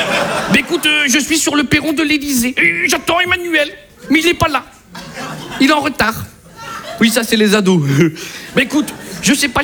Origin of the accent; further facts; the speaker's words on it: Lille, Hauts-de-France, France; Nous, on vient de Lille, dans le nord de la France. Alors attention, on est des vrais ch'tis. Hein, on est des ch'tis du 5-9.